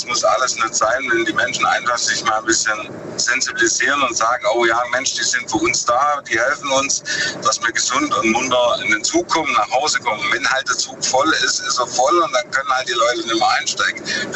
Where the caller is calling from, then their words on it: Lenningen, Baden-Württemberg, Germany; Ich bin aus Lenningen.